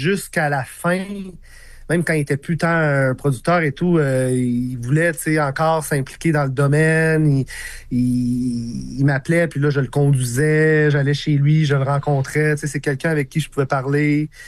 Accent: Quebec City, Quebec, Canada; born there

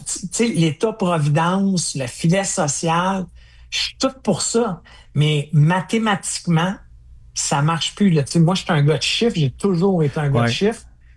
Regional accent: Quebec, Canada; T'sais, je suis Québécois, c'est important pour moi.

